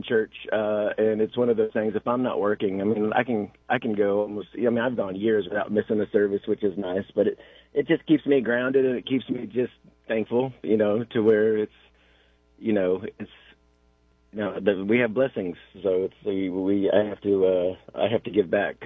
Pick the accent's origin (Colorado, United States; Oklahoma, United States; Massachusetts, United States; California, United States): California, United States; born there; I wasn't born. I was born in Southern California.